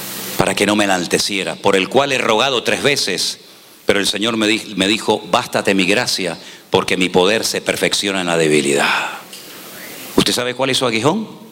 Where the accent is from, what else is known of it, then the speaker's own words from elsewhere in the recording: Spain; a lo mejor los españoles tenemos una Biblia diferente a la de ustedes.